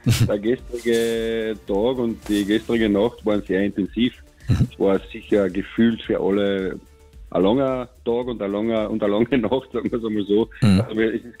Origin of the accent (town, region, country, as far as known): Carinthia, Austria